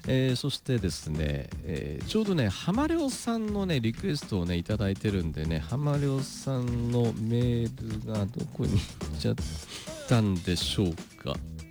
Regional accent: Kitakyushu, Fukuoka, Japan; 橋といえば私の地元には若戸大橋、あってかな、若いに扉の戸だから若戸か若戸かね、どっちだろう、若戸大橋があります。北九州で割と広くて、若松区から戸畑区に行くのはぐるっと回らなければならないんですが

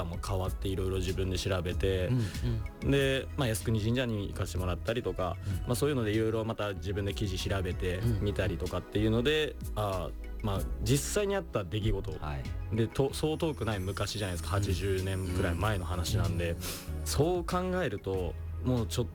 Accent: Hiroshima, Japan; いずれ僕も広島県民として、まあ、そこの広島の魂は全然あるので

